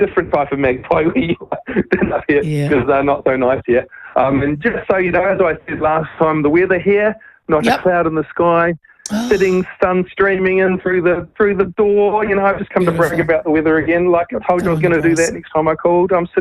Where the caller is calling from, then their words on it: Brisbane, Queensland, Australia; I'm calling from Brisbane, as you know.